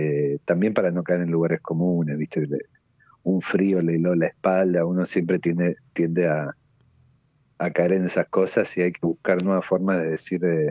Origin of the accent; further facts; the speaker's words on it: San Francisco, Córdoba, Argentina; una tía en Morteros, que es una ciudad ahí cerca de San Francisco, donde yo nací.